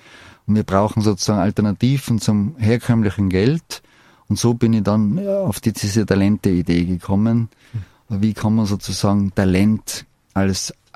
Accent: Innsbruck, Tyrol, Austria; born there; Ich bin in Innsbruck geboren

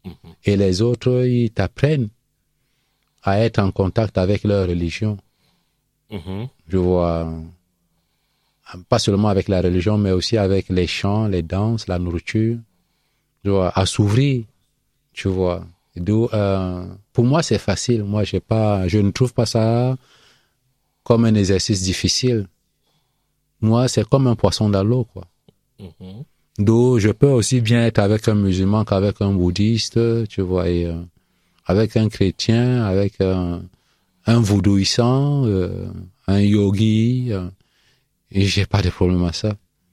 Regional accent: Bafoussam, West, Cameroon; déjà tout petit au Cameroun, moi, j'ai grandi à Bafoussam. Avant, j'ai commencé à parler Bafoussam, avant même de parler le Bassa.

